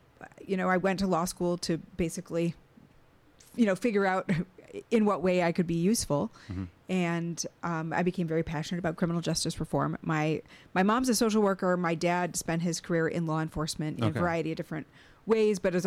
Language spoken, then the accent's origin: English; Wisconsin, United States; Well, I am actually from rural northern Wisconsin. I spent my early years living in a one-room schoolhouse with my family north of Highway 29 in Taylor County.